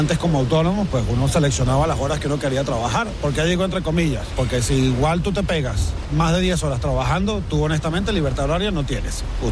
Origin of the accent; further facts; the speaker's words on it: Venezuela; moved away as an adult; now in Spain; yo en mi país, en Venezuela, yo soy economista.